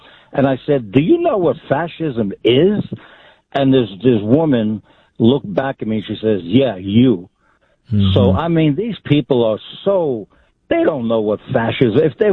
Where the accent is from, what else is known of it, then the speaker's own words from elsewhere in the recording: New York, United States; But anyway, I'm originally from New York, you know, and I moved out here to Colorado Springs 13 years ago, and it was a conservative stronghold.